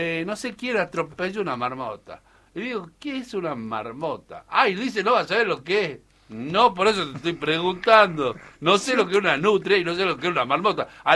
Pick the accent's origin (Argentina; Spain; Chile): Argentina; Porque yo soy macho y soy argentino.